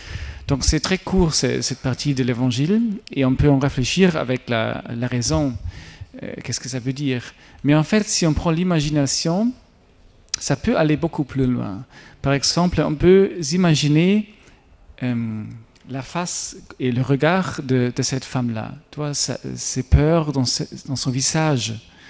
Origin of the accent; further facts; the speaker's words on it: Germany; accent: German; French is a second language; D'ailleurs, pardon pour mon accent allemand, hein, j'espère que vous avez tout compris quand même. Voilà, ça fait longtemps que je n'ai pas parlé en français en fait.